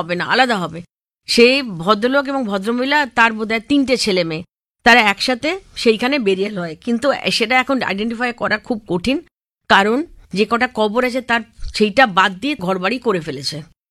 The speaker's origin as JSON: {"language": "Bangla", "country": "India", "said": "আমি যেহেতু ভারতীয়"}